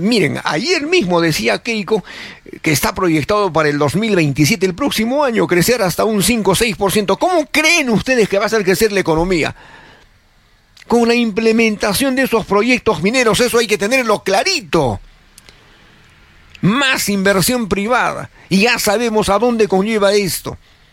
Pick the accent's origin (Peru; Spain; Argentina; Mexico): Peru